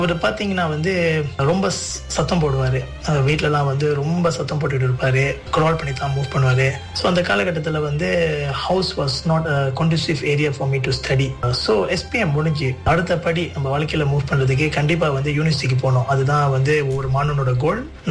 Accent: Seberang Jaya, Penang, Malaysia; பிறந்தது வளர்ந்தது எல்லாமே சப்ராங் ஜயா பிராய் பினாங் என்ற இடத்துல தான்.

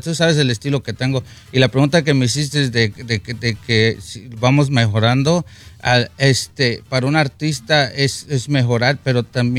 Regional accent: Santa Catarina, Guanajuato, Mexico; Santa Catarina, Guanajuato. Es un pueblito chiquito, cerquita de Querétaro. Pegado a Querétaro.

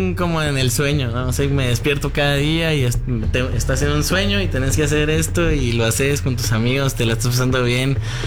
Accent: Quiché, Guatemala; Sí, yo soy de Quiché.

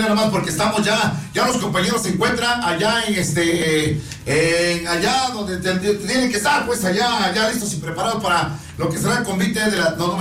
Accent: Oaxaca, Mexico; somos de Oaxaca

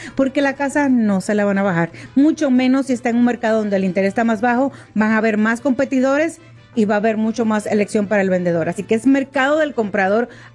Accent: Dominican Republic; now in Arizona, United States; Siempre he vivido. Wow. Yo no soy la dominicana que típica que viene a Nueva York.

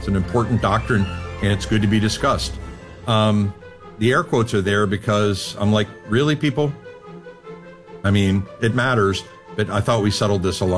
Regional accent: Philadelphia, Pennsylvania, United States; moved away; I was born and raised in Philly

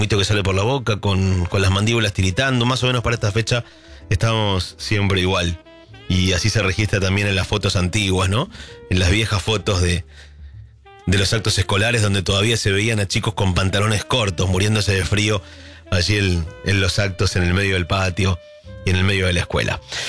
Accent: Argentina; Y somos tan argentinos que bueno, a veces está bueno retomar esa costumbre para estos momentos que fundaron la patria.

